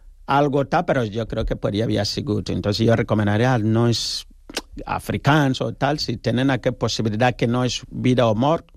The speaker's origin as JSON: {"language": "Catalan", "country": "Ghana", "second_language": "Catalan", "lives_now": "Spain", "said": "perquè jo soc de Ghana, tu imagina que jo vinc aquí amb un taparrabo o una llança, això no és així."}